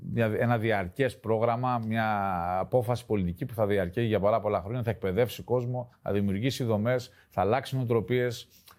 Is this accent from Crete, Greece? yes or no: yes; Crete, Greece; εγώ είμαι περήφανος που είμαι κρητικός